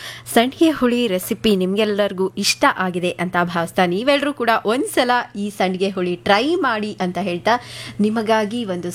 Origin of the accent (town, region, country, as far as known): Tumakuru, Karnataka, India